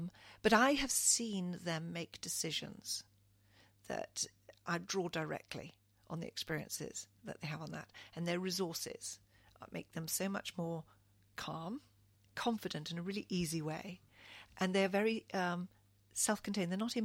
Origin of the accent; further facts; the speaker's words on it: Kenya; now in United Kingdom; I come from a third world country. I was born in Kenya, East Africa, of two parents who were born in Kenya and Uganda. So I'm second generation born there. We were forcibly repatriated and fortunately have, you know, found a beautiful home here in the UK.